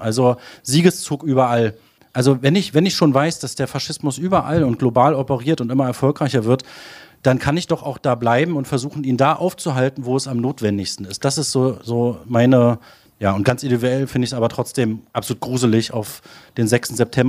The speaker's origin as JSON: {"language": "German", "town": "Halberstadt", "region": "Saxony-Anhalt", "country": "Germany", "tie": "born or raised there", "said": "Halberstadt ist meine Heimat, ich bin hier aufgewachsen. Ich kenne hier fast jeden Winkel."}